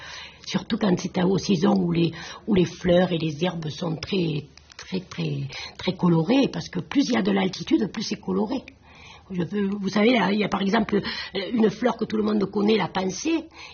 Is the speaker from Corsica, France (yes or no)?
yes; Corsica, France; Moi, je suis plutôt du Corse, si on regarde d'où je viens.